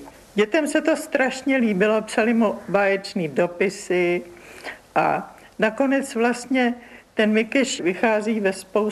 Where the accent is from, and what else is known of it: Prague, Czechia; born there; also born or lived in Hrusice